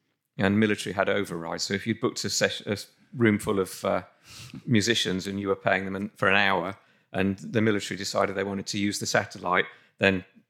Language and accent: English; United Kingdom; I'm British, so I was here.